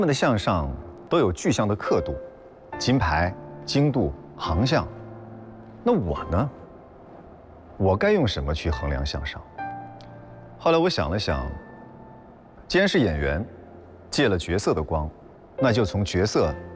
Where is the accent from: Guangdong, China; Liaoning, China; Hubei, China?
Hubei, China; Wuhan; born there; 我出生在湖北武汉的一个普通家庭。